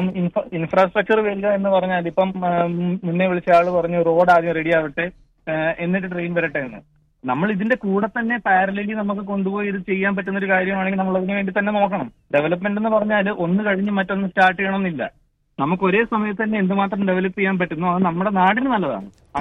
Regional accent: Thiruvalla, Kerala, India; now in Dubai, United Arab Emirates; Nadu Thiruvalla.

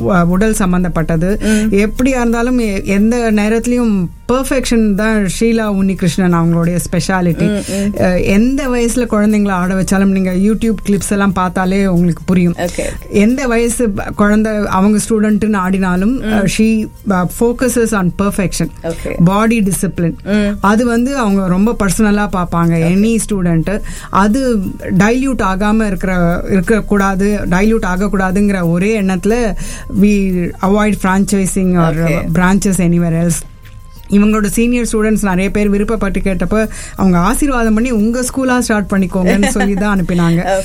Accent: Chennai, Tamil Nadu, India; நாங்கள் எல்லாம் சென்னையிலேயே பிறந்து வளர்ந்தவங்க, தமிழ் படித்தவங்க

